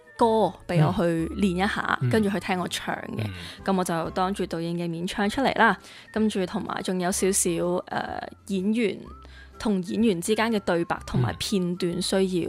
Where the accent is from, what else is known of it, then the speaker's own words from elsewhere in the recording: Macau; 咁我都系澳门人